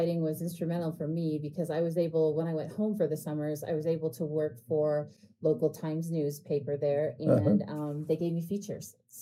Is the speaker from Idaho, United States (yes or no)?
yes; Twin Falls, Idaho, United States; moved away as an adult; I born and raised in Twin Falls, Idaho